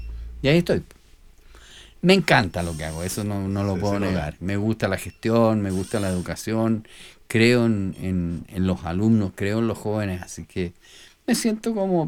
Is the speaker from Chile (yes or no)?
yes; Pucón, Araucanía, Chile; now in Panguipulli, Chile; me iba a ir a mi tierra natal, que es Pucón.